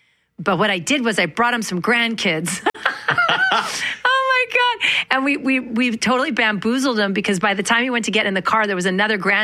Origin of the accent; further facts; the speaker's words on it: Manitoba, Canada; Growing up in Manitoba, I always tell this story